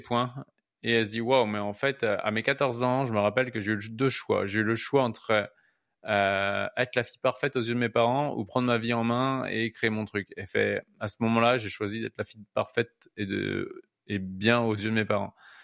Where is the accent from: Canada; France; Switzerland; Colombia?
France; chez nous, en France